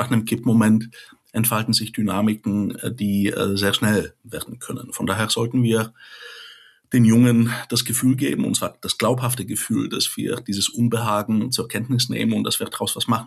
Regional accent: Bulgaria; now in Germany; die eben Deutschland in den Rücken kehren, unter anderem in meine Heimat Bulgarien.

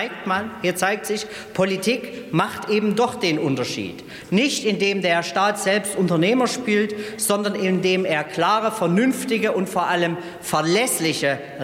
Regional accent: Zwickau, Saxony, Germany; Der Automobilbau prägt meine Heimatregion Zwickau seit nunmehr über 120 Jahren.

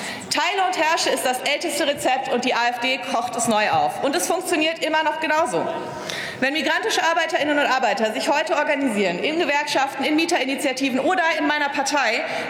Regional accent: Cologne, North Rhine-Westphalia, Germany; Kein Wort darüber, dass in Städten wie in meiner Heimat Köln die Angebotsmieten in den letzten 14 Jahren um 72% gestiegen sind.

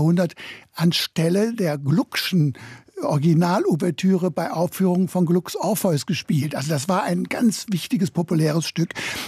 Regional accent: North Rhine-Westphalia, Germany; Ich bin ja eben aufgewachsen sozusagen im Sendebereich des Westdeutschen Rundfunks.

